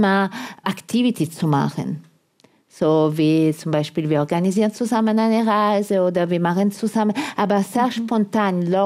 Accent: Italy; German is a second language; Und für mich als Italiener war etwas negativ, aber alle anderen waren zufrieden.

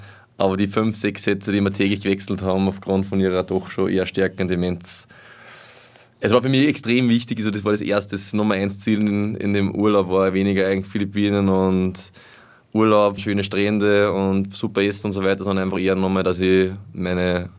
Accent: Austria; Ich sehe das schon als zweite Heimat, aber ehrlich gesagt bin ich einfach trotzdem in Österreich aufgewachsen und habe auch nur den österreichischen Bezug.

